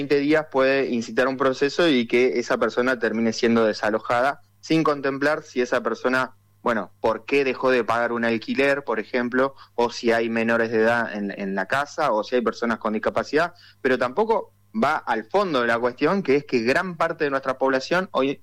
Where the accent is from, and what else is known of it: Argentina